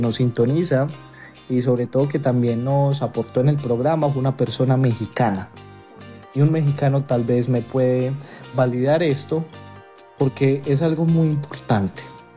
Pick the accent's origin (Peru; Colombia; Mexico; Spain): Colombia; nosotros como colombianos, y también más que todo en esta seccional de Medellín